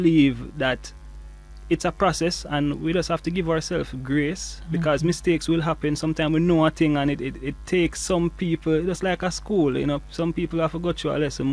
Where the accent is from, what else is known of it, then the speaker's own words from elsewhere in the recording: Jamaica; we, as Jamaican men